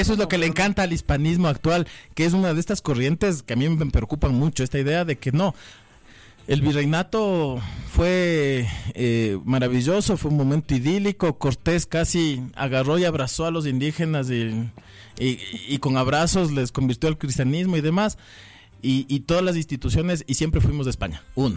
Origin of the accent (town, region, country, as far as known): Ecuador